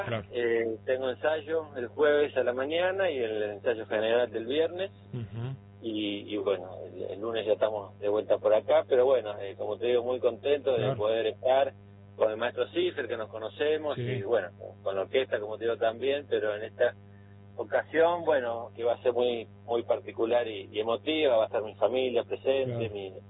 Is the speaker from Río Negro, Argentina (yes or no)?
no; Buenos Aires, Argentina; moved away as an adult; also born or lived in Neuquén; now in San Juan, Argentina; yo soy de Buenos Aires, nacido y criado, sí. Me fui en el 2006 de la ciudad, sí. He vivido 3 años en Neuquén, capital, y desde el 2009 que estoy radicado acá en San Juan.